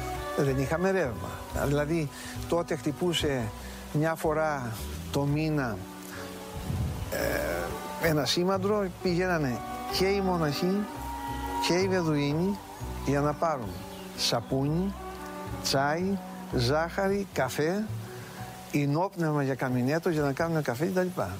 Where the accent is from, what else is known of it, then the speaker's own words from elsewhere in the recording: Sitia, Crete, Greece; Η καταγωγή μου είναι από τη Σιτία. Από τη Σιτία.